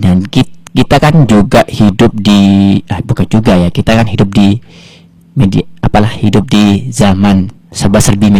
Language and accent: Indonesian; Indonesia; saya berasal dari kampung Mertanda